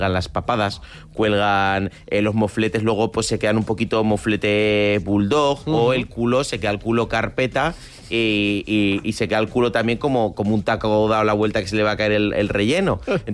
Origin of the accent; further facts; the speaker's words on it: Santander, Cantabria, Spain; Sí, sí, Islas Cíes. Yo que soy de Santander, Cantábrico, yo sé muy bien este ascensor testicular, lo tengo dominado.